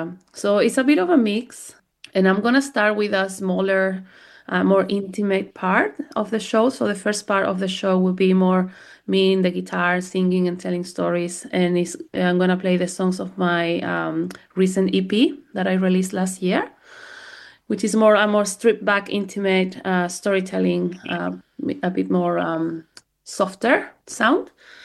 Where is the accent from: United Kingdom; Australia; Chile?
Chile; English is a second language; Yeah, so my background, I'm from Chile, in Latin America, and I started in music.